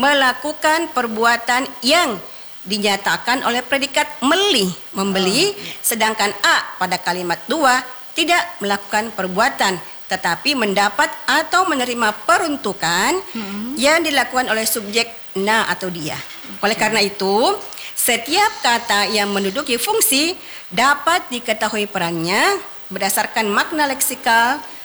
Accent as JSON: {"language": "Indonesian", "region": "South Sulawesi", "country": "Indonesia", "said": "Jadi dikasihlah itu kitanya, karena kita kan orang Bugis memang suka sekali dengan bahasa halusnya."}